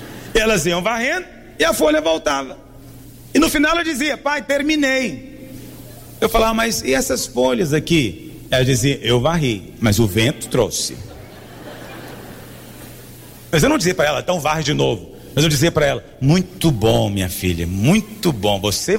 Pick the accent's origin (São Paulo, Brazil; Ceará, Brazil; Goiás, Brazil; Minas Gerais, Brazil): Goiás, Brazil; Eu sou goiano, eu falo dá conta, né?